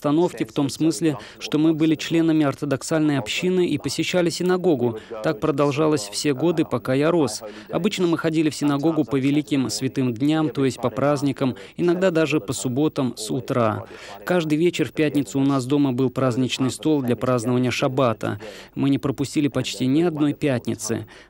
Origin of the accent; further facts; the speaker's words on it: South Africa; moved away; Я вырос в Южной Африке.